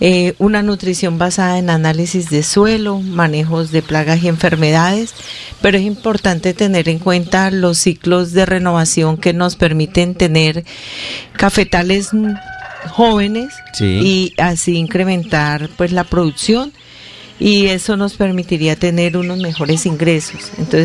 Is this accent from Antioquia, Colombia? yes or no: no; Gigante, Huila, Colombia; born there; orgullosamente huilense, nacida en el municipio de Gigante, caficultura con finca en el municipio de Íquira.